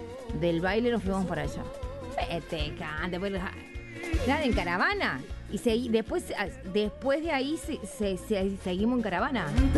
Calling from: Río Tercero, Córdoba, Argentina; de Río Tercero.

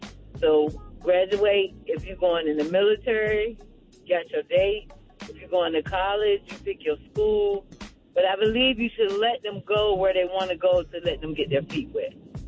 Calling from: Virginia, United States; I'm calling from Virginia.

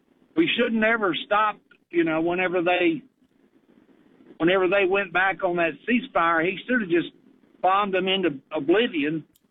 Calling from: Dawsonville, Georgia, United States; it's your old friend … from Dawsonville.

